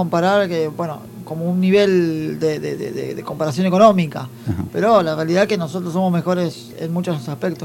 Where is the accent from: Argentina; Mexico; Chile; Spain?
Argentina; los que más solidarios somos argentinos